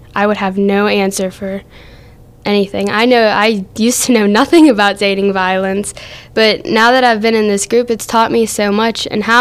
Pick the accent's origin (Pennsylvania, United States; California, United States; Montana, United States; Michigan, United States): Pennsylvania, United States; South Allegheny; I'm 16 from South Allegheny.